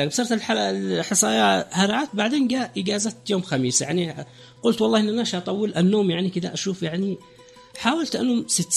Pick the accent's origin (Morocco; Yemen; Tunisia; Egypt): Yemen; Raymah; انا متريمه بس يشوروا.